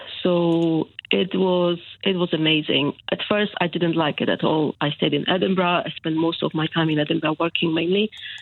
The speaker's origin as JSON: {"language": "English", "country": "Poland", "moved": "as an adult", "said": "Yeah, I moved here in 2005 from Poland."}